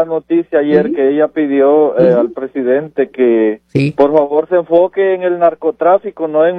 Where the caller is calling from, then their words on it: Honduras; Y yo soy hondureño